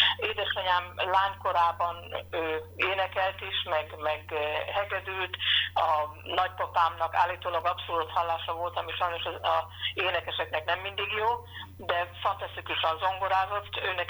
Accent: Nyíregyháza, Szabolcs-Szatmár-Bereg, Hungary; also born or lived in Esztergom; elvitt Nyíregyházán a zeneiskolába, mert ugye ott nőttem föl, ugyan Esztergomban születtem, de hát állandóan költöztünk

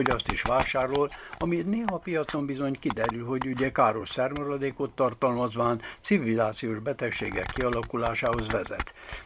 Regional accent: Baranya, Hungary; ott a mecsek lankáin hamar megismertük gyerekkorunkba.

